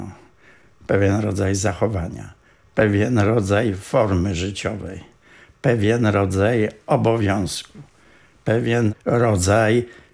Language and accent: Polish; Poznań, Greater Poland Voivodeship, Poland; My poznaniacy